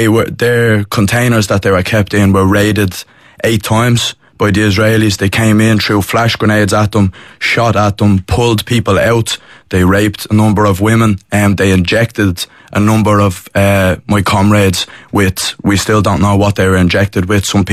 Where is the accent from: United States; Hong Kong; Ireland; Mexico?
Ireland; For the Palestinians, but also for us as Irish people as well